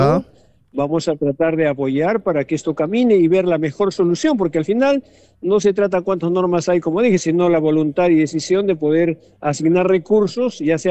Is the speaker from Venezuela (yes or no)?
no; Peru; como autoridades y como peruanos.